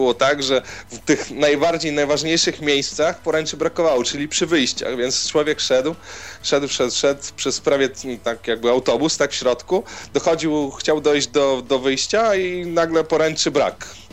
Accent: Białystok, Podlaskie Voivodeship, Poland

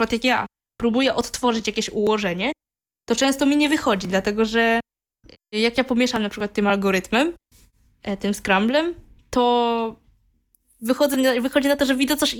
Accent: Warsaw, Masovian Voivodeship, Poland; born there; Mieszkam tutaj w Warszawie sobie w centrum i co tam jeszcze? Ja jestem Polką, tylko moi rodzice są Wietnamczykami i urodziłam się tutaj w Polsce, dlatego też mój polski język też no, nie jest na złym poziomie. Wietnamski jest na złym, ale jest jakiś taki.

